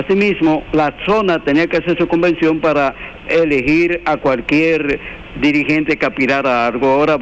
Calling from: Santo Domingo, Dominican Republic; desde el barrio Villa María

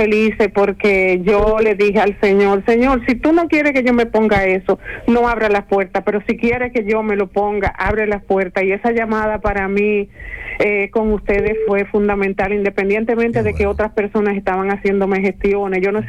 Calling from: La Romana, Dominican Republic; de la Romana

